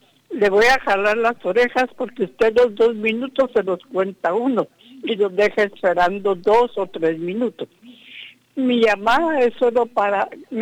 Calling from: Guatemala

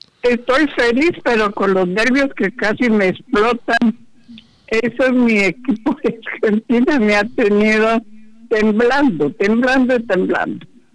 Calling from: Guatemala City, Guatemala Department, Guatemala; No, yo no soy de la Castillo Lara, soy de la colonia La Floresta.

